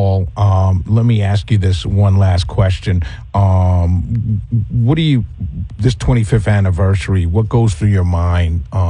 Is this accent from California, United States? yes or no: no; New York, United States; I know what they meant to me as a New Yorker. What did they mean to you? The World Trade Center, because to many of us who are from New York, they were more than just office buildings.